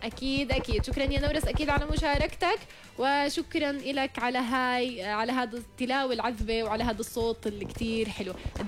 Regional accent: Jordan; هو في اكثر من نادي عندنا في الاردن

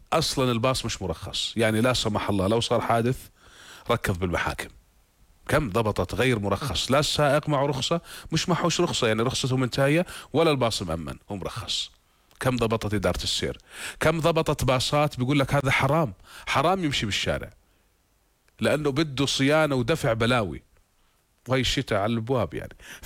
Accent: Jordan; آلمنا جميعا كأردنيين

